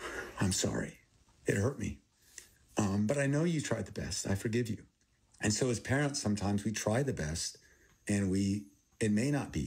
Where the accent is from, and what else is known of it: Thailand; born or raised there; first language Thai; English is a second language; also born or lived in Texas